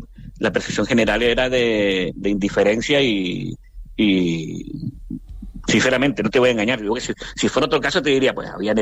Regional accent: Canary Islands, Spain; now in Cape Verde; Yo como canario me sentí

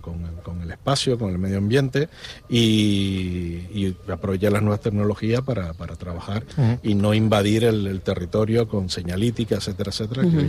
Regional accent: Icod de los Vinos, Canary Islands, Spain; Yo procedo de la playa de San Marcos.

